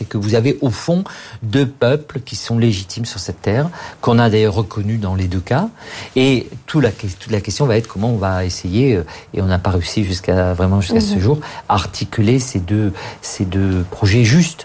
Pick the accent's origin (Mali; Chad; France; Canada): France; moi je suis français